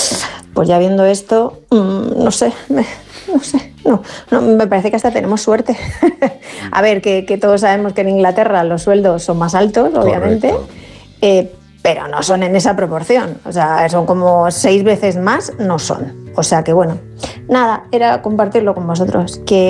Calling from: Cercedilla, Community of Madrid, Spain; de Cercedilla, Madrid.

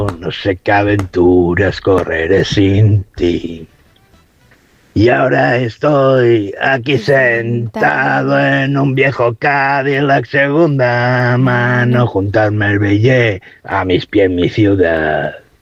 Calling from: Alicante, Valencian Community, Spain; de Alicante.

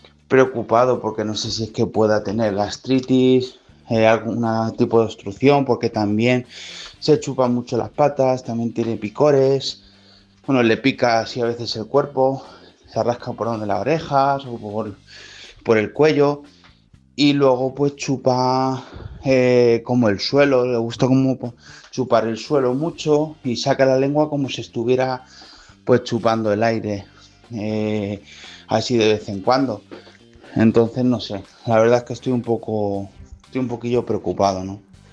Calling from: Toledo, Castilla-La Mancha, Spain; de Toledo.

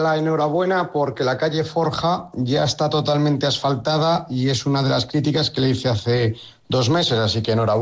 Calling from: Valladolid, Castile and León, Spain; soy un chico joven que le gusta viajar, soy de Valladolid

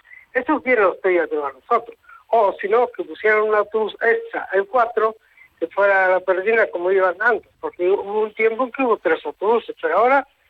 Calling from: Santiago de Compostela, Galicia, Spain; yo vivo en La Torranga.

